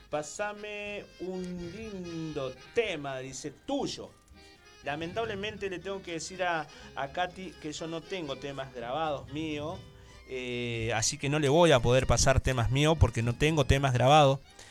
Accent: Reconquista, Santa Fe, Argentina; mi pueblo, a mi querida gente de Reconquista

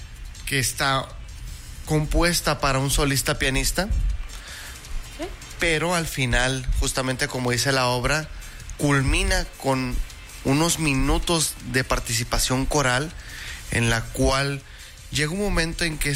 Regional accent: Chihuahua, Mexico; 5 somos orgullosamente chihuahuenses.

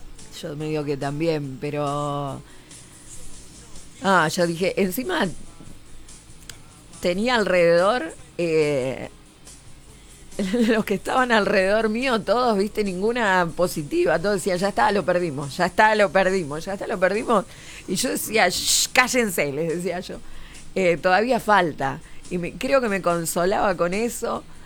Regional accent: Argentina; los únicos sudamericanos que quedamos en el Mundial somos los argentinos.

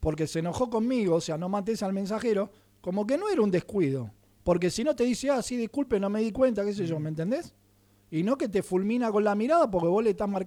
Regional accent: Uruguay; moved away; el chiste que hacíamos cuando éramos chicos en Uruguay?

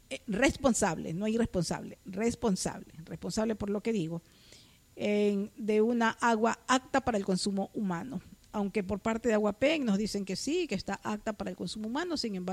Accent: Santa Elena, Ecuador

